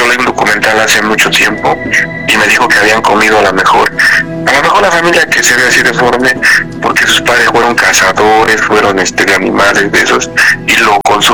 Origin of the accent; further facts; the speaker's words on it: Mexico City, Mexico; Yo trabajo en la policía, en la noche. Soy de Ciudad de México.